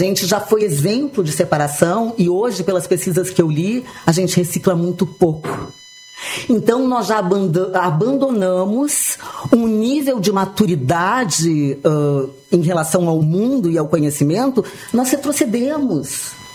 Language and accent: Portuguese; Rio Grande do Sul, Brazil; moved away as an adult; eu como gaúcha